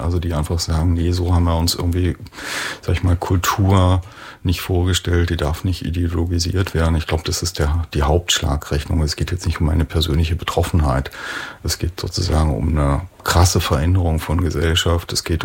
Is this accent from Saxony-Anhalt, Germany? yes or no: yes; Halle, Saxony-Anhalt, Germany; ich finde meine Heimatstadt Halle, ich finde es total schön und freue mich, dass ich hier geboren bin und liebe diese Stadt. Ich liebe das Saaletal.